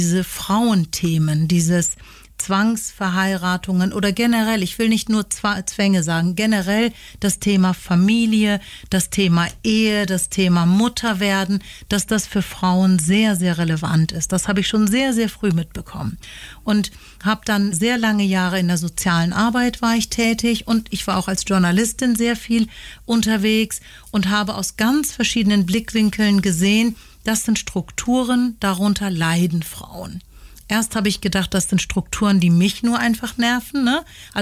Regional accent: Hamburg, Germany; born there; Also ich komme ja selber aus der Türkei. Also meine Familie ist türkeistämmig und bin in Hamburg geboren.

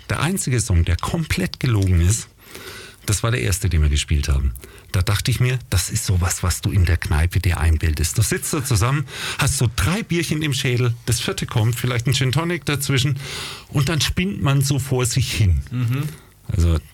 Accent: Nuremberg, Bavaria, Germany; ich komme aus Nürnberg.

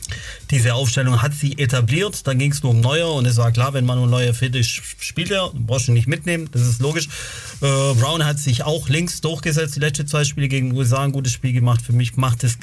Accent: Italy; now in Germany; als Italiener

